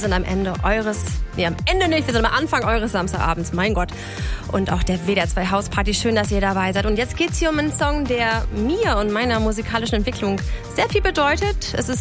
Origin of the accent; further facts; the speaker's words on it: Northern Germany, Germany; es ist eine Hymne in meiner Heimat Norddeutschland.